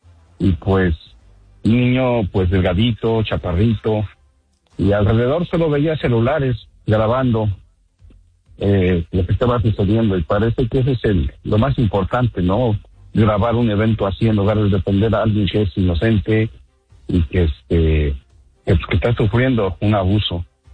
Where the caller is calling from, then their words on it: Vero Beach, Florida, United States; Buenos días, Andreina, de aquí de la Florida, exactamente de Vero Beach.